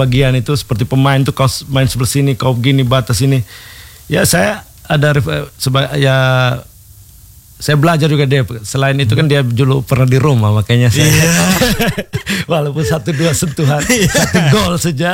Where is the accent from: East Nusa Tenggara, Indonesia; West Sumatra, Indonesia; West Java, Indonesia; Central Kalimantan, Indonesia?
East Nusa Tenggara, Indonesia; Saya orang Lio juga.